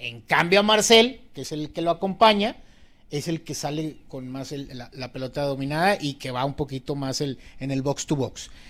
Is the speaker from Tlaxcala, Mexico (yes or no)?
no; Monterrey, Nuevo León, Mexico; Yo soy regio